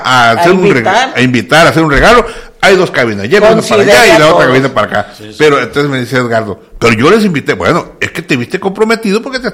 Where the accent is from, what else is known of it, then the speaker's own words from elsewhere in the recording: Sinaloa, Mexico; de la Gloria Margen Derecho, por cierto, un saludo para mi pueblo.